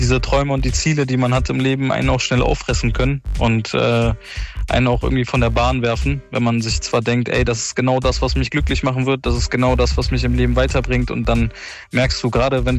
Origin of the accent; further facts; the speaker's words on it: Bremen, Germany; aber Bremen ist jetzt, obwohl es meine Heimatstadt ist